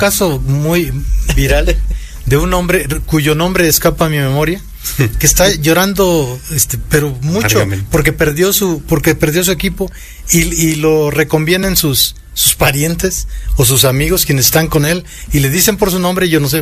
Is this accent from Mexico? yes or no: yes; Tulancingo, Hidalgo, Mexico; como viví bastantes años de mi infancia en Tulancingo